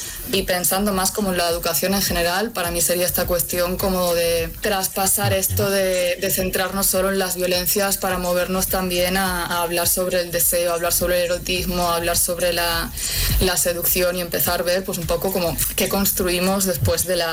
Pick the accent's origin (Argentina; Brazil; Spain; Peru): Spain; Galicia; Sí, de hecho ahora mismo estoy en Málaga, pero yo soy de Galicia, así que me he movido bast